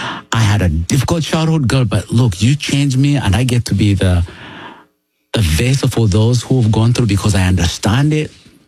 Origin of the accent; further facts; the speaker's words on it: United States; me as an American now